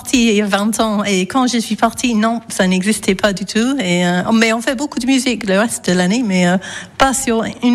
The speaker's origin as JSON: {"language": "French", "region": "England", "country": "United Kingdom", "second_language": "French", "moved": "as an adult", "lives_now": "France", "said": "Je suis anglaise."}